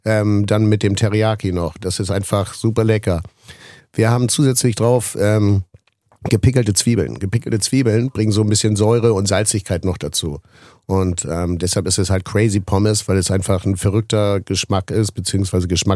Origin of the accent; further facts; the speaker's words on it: Mölln, Schleswig-Holstein, Germany; born there; now in Hamburg, Germany; Das passte mir auch sehr gut, weil ich bin gebürtiger Möllner.